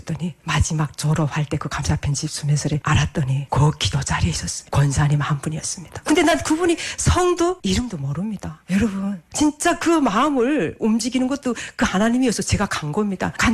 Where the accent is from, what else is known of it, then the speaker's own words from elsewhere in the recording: North Korea; now in South Korea; 아 그래서 내가 나는 북한에서 왔다고 이랬어요.